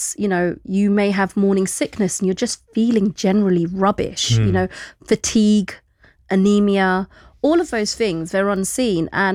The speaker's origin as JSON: {"language": "English", "region": "London", "country": "United Kingdom", "tie": "born or raised there", "said": "So I would say, as a Londoner, born and bred, love the underground, grew up, you know, travelling the network"}